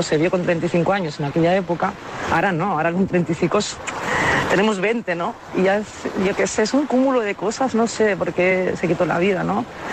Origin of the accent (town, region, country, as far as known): Sitges, Catalonia, Spain